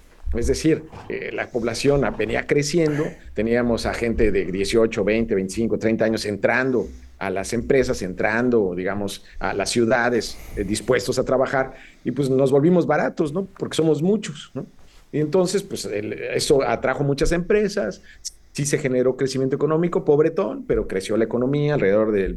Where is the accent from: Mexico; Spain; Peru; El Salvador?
Mexico; es que la verdad no hemos aprendido mucho, Enrique, como mexicanos.